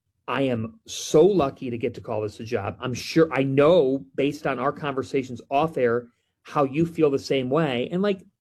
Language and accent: English; Cleveland, Ohio, United States; I'm from Cleveland